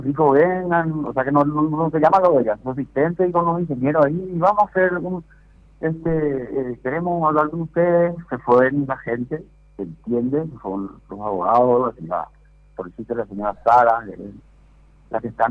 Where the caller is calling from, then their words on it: Asunción, Paraguay; Nosotros estamos en Asunción, yo soy italiano de Asunción, y digamos, una cuadra más es Fernando de la Mora.